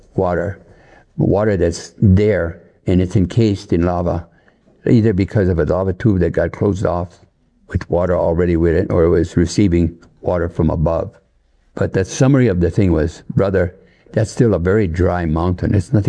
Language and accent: English; Ireland; Pardon the roundabout, but I'm Irish.